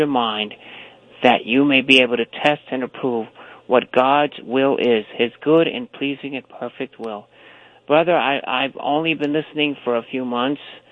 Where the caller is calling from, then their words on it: Long Island, New York, United States; I'm calling from New York, Long Island, a nursing home, ….